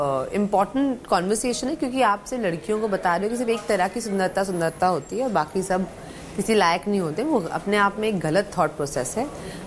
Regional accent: Delhi, India; एक लड़की जो दिल्ली में पली बड़ी हो, बहुत ही मध्यम वर्गीय परिवार में

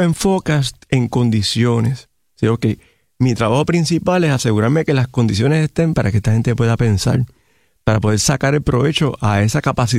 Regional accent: Puerto Rico; Pero yo me río, yo, mira, yo soy puertorriqueño.

